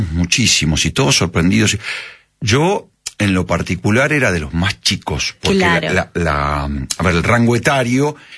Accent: Buenos Aires, Argentina; Nací en Buenos Aires. Yo soy palermitano.

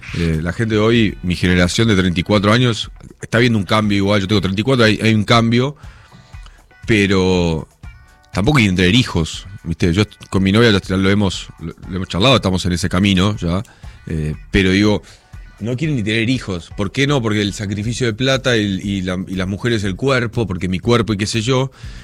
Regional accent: Argentina; nosotros como argentinos

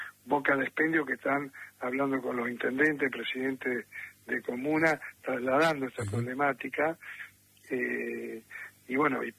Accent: Argentina; no te olvides que el productor, como muchos argentinos, al crédito le tenemos cierto resquemor

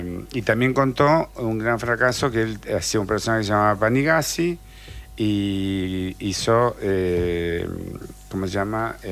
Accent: Argentina; otro problema que mezclamos todo como ensalada rusa, como nos encantan los argentinos.

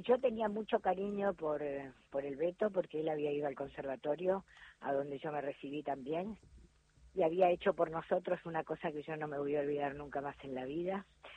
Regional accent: Buenos Aires, Argentina; Floresta.

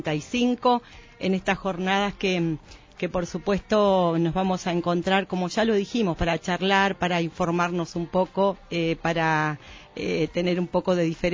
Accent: Patagonia, Argentina; yo soy patagónica, estoy acostumbrada a las escarchas, a los fríos, a los vientos, a la nieve hasta la rodilla

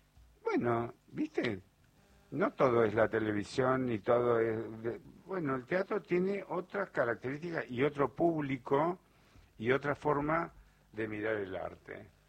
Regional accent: Argentina; como nos encanta a los argentinos.

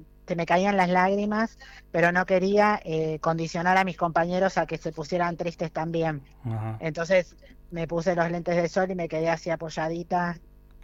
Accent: Argentina; no soy una argentina más, soy una argentina que lleva el apellido de un héroe de Malvinas

